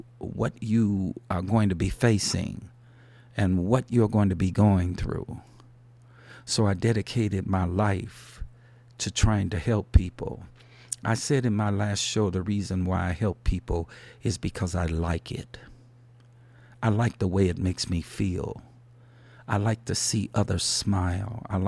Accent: Chicago, Illinois, United States; I'm from Chicago.

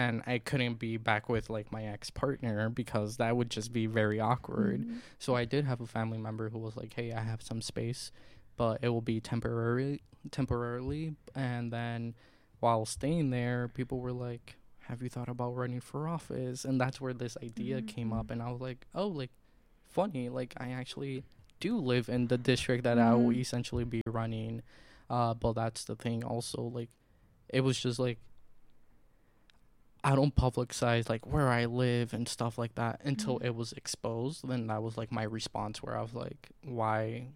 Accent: Milwaukee, Wisconsin, United States; also born or lived in Washington, D.C.; I came from the South Side, so all I knew was, like, the South Side.

